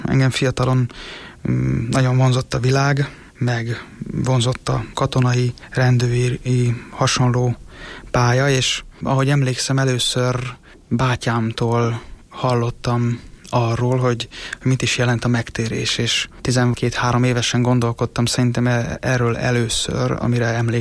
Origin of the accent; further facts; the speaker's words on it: Százhalombatta, Pest, Hungary; Szüleim amúgy a határon túlról valók, Kolozsvárról, Szatmárnémetiből. Én ide születtem már Százszalombattára, és tényleg egy ilyen közegbe nőttem föl, hogy mindig ott voltunk a gyülekezetben